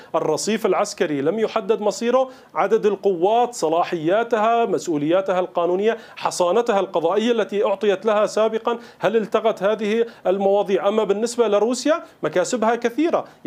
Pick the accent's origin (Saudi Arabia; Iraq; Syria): Syria; ما مصلحتنا نحن كسوريين من هذه المسألة؟